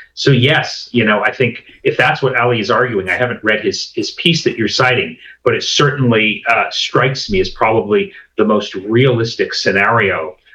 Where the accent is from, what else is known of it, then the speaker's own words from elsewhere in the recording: Canada; I'm Canadian, Ian, so we have, you know, a lot of friends and family who go to Cuba.